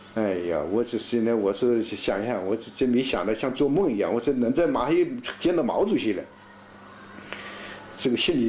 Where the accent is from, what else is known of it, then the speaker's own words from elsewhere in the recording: Yancheng, Jiangsu, China; 我说：“我是盐城人。”